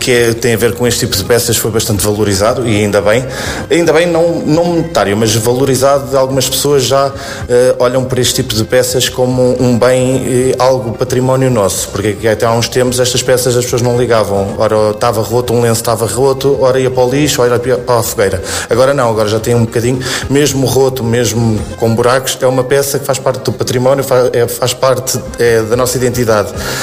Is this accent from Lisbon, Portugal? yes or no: yes; Lisbon, Portugal; born there; Sim, nasci em Lisboa, mas as minhas raízes lá está são de Arcos de Valdevez, da freguesia de São Jorge, do lugar de Vilar.